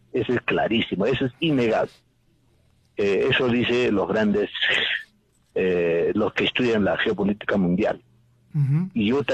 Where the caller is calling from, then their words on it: Juliaca, Puno, Peru; De acá, de la ciudad de Juliaca